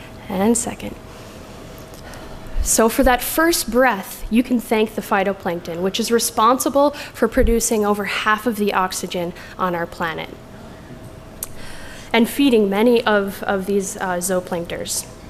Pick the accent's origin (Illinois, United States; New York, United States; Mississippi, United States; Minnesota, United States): Illinois, United States; Chicago; I grew up in Chicago, and you can see me there at the age of 4 or 5 when I knew I would wear glasses.